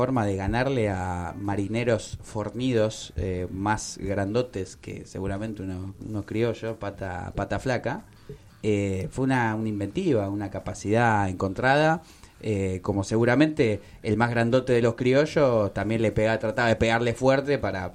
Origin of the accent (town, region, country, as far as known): Argentina